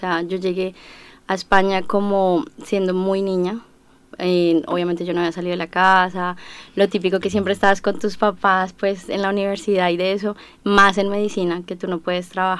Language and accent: Spanish; Colombia; moved away as an adult; also born or lived in Spain